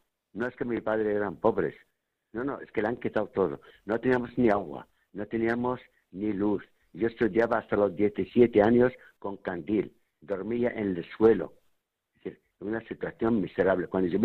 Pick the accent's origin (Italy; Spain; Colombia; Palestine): Palestine; moved away; Estoy seguro del triunfo de mi pueblo.